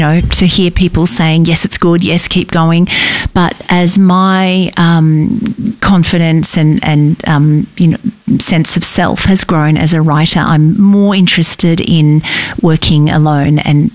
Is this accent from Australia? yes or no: yes; Australia; born there; it's set in my home country, which is Australia.